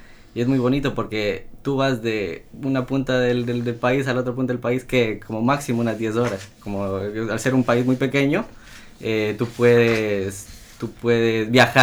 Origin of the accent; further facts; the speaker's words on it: Pastaza, Ecuador; born there; yo sí soy de Ecuador, nací en Ecuador, soy de la provincia de Pastaza. Ecuador se divide en tres regiones: costa, sierra y oriente. Yo soy de la parte del oriente, de la Amazonía. Mi provincia es la provincia más grande